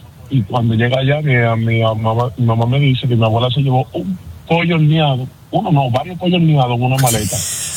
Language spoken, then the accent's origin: Spanish; Santo Domingo, Distrito Nacional, Dominican Republic